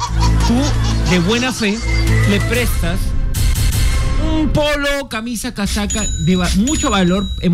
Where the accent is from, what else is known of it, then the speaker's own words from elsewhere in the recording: Lima, Peru; yo soy breñense.